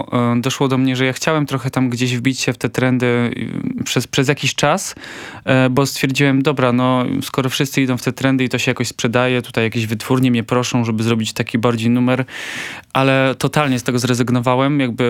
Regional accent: Poznań, Greater Poland Voivodeship, Poland; Mówię wasza w sumie bardziej kochana Warszawa, bo jestem z Poznania.

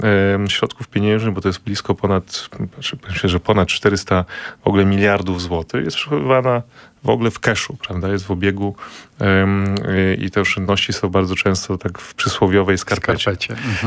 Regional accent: Lower Silesian Voivodeship, Poland; ja pochodzę z Dolnego Śląska, tam wychowywałem się w otoczeniu rodzin górników, prawda?

